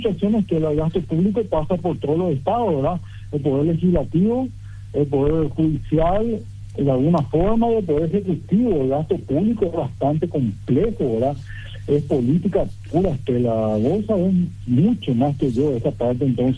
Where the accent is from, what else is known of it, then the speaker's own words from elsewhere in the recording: Paraguay; somos paraguayos también